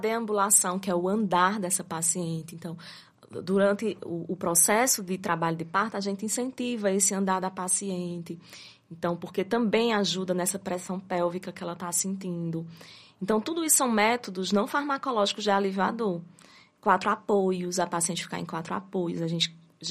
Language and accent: Portuguese; Ceará, Brazil; now in Tarauacá, Brazil; que é seguido no Ceará, que é de onde eu venho, né?